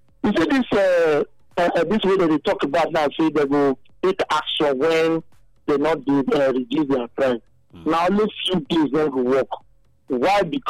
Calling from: Benin City, Edo, Nigeria; I'm from Benin.

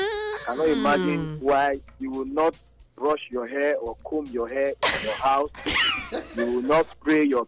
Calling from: Nigeria; I'm calling you from Oluko.

